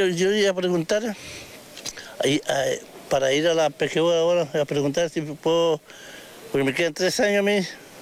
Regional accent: Chile; moved away; Yo me crié en Irigua, la vi en Irigua. Ahí nací, ahí me crecí. En esos años era duro ahí.

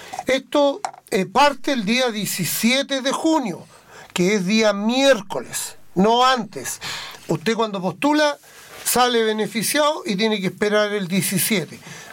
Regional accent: Chile; somos chilenos

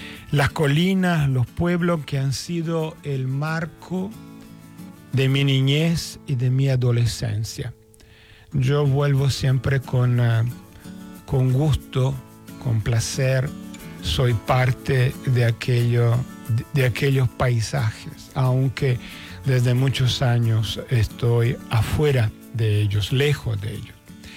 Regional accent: Inverigo, Lombardy, Italy; moved away; also born or lived in Milan; Yo, si bien nacido en Milán, la gran ciudad, pero a los 7 años con mi familia nos hemos trasladado en Inverigo a 30 kilómetros al norte, cerca del lago de Como. Y es un pequeño pueblo rural de unos 10.000 habitantes.

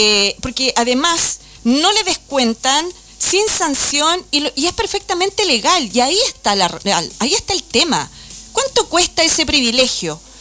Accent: Chile; me dio rabia, como toda chilena

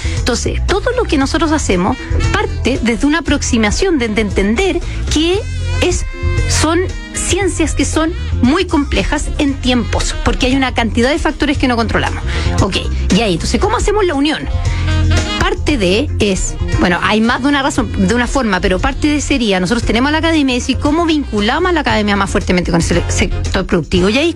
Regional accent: Chile; lo que somos como chilenos y lo que es Chile

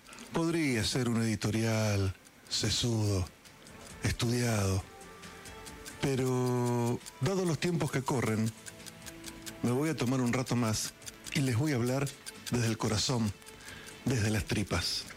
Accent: Argentina; todos somos técnicos de la selección argentina

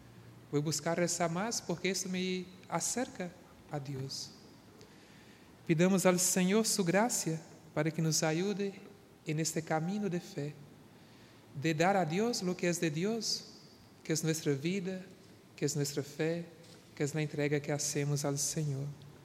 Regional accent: Brazil; now in Chile; en mi comunidad, donde yo he nacido

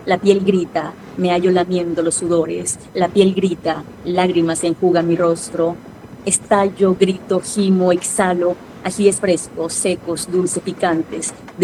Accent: Caribbean Region, Colombia; born there; now in Barranquilla, Colombia; yo no soy barranquillera, yo nací en la Sabana del Caribe, pero esta es mi segunda patria, soy hija adoptiva de Barranquilla

